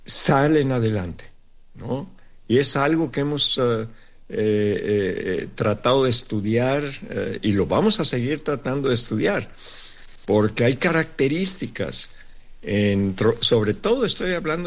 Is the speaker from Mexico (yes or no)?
yes; Sinaloa, Mexico; pues en los dichos de Yo Soy de Sinaloa, le puedo decir que usamos lo de aguanta vara